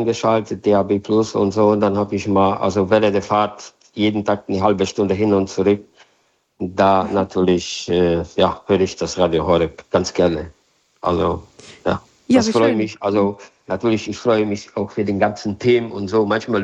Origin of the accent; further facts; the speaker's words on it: Silesian Voivodeship, Poland; German is a second language; now in Hagen, Germany; aus Schlesien nach Deutschland gekommen und seit 1995 sind wir in Deutschland.